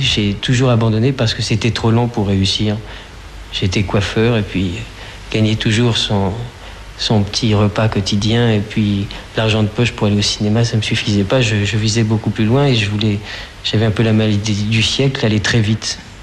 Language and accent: French; France; Je suis français, j'ai 23 ans.